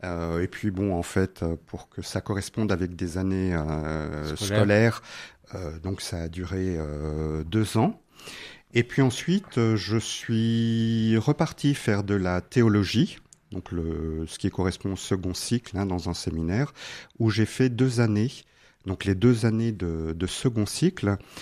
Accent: Dijon, Bourgogne-Franche-Comté, France; born there; Alors, je suis né à Dijon, dans une famille où j'ai donc un frère, une sœur, et une famille chrétienne

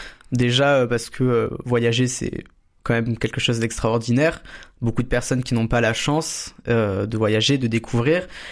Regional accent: Montpellier, Occitanie, France; also born or lived in Saint-Aunès / Brussels (family origin); je suis né à Montpellier, je vis à Saint-Aunès aujourd'hui, et j'ai fait toute ma scolarité entre Saint-Aunès, où j'étais à l'école élémentaire, et Montpellier, où j'étais au collège et maintenant au lycée

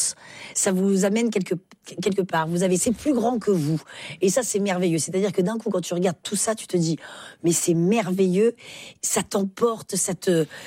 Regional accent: Occitanie, France; Oui, il faut dire que je viens des Cévennes. Donc j'étais plutôt gardienne de chèvres.

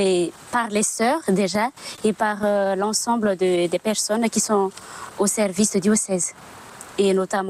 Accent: Madagascar; Je suis plutôt au centre de Madagascar, ouais. Mais de la capitale, là où il y a Antananarivo, j'habite à 90 km vers le sud.

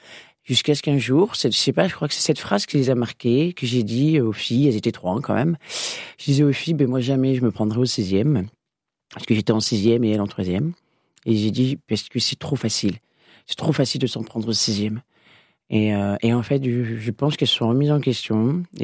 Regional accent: Angoulême, Nouvelle-Aquitaine, France; moved away as an adult; now in Bordeaux, France; je viens d'Angoulême. Et je suis venue sur Bordeaux quand j'ai eu 20 ans.

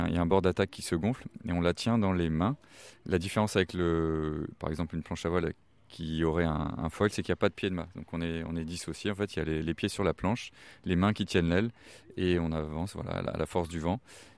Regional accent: Larmor-Plage, Brittany, France; je suis l'Armorien, enfin, j'ai grandi à l'Armor Plage, j'habite aussi aujourd'hui à l'Armor Plage, j'ai 41 ans

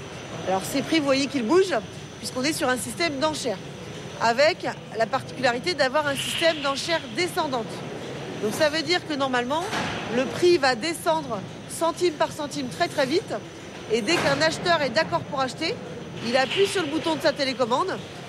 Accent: Lorient, Brittany, France; Alors, moi j'aime beaucoup regarder comment les pêcheurs appellent leur bateau. Chez nous à Lorient, c'est beaucoup des référe

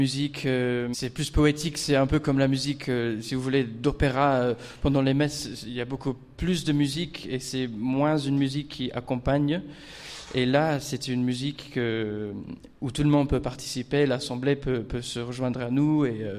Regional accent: Blackburn, North West England, United Kingdom; born or raised there

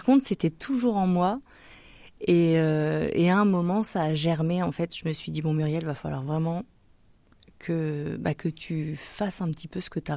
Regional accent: Vernon, Normandy, France; now in Bully, France; donc je suis originaire de Vernon, dans l'Eure. Je suis née là-bas.

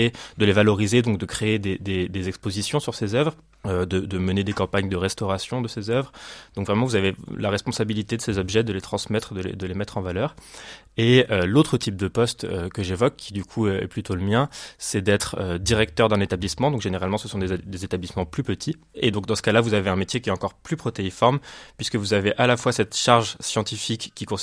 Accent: Paris, Île-de-France, France; Moi, c'est vrai que je connaissais pas du tout ni le musée, ni sa région. J'ai grandi à Paris

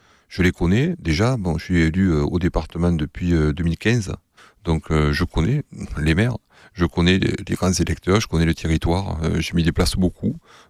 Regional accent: Provence-Alpes-Côte d'Azur, France; accent: Var; Je suis attaché au Var parce que mon accent le démontre, déjà. On va dire, il n'est pas commun.

